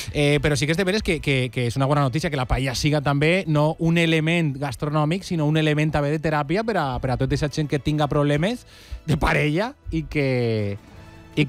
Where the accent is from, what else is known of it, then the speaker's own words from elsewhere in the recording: Valencian Community, Spain; Ai, sí, som els valencians.